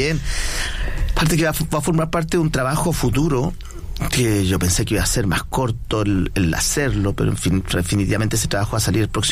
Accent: Machalí, O'Higgins, Chile; also born or lived in Sewell; En Súbel, campamento minero que está en la sexta región.

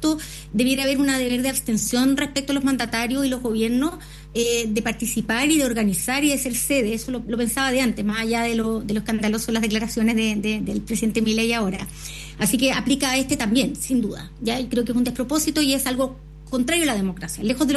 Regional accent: Chile; nosotros como ciudadanía chilena tenemos una forma de hacer política y de recibir lo político muy distinta de la Argentina

